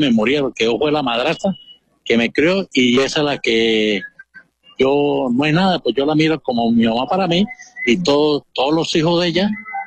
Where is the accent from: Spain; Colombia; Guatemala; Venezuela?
Venezuela; La Grita, Táchira; soy nativo de este pueblo, de la ciudad de La Grita, y me gusta el pueblo, soy de aquí, nativo, y criado aquí mismo, y soy devoto al Santo Cristo